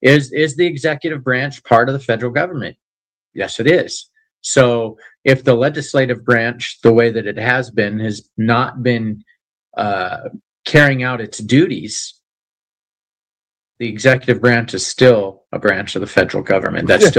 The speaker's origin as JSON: {"language": "English", "region": "Tennessee", "country": "United States", "tie": "born or raised there", "said": "You're not doing that in my hometown here in Tennessee."}